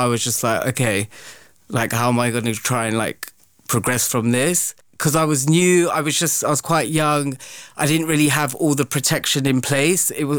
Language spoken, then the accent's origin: English; United Kingdom; born there; Because obviously I was born in Britain. Mm. I didn't have much exposure to Pakistan growing up.